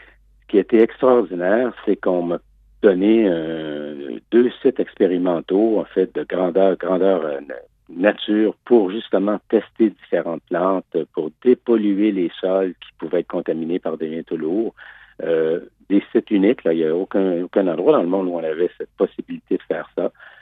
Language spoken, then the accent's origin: French; Canada; Même pour nous qui avons la chance de voyager, d'aller souvent en Chine quand on est Canadien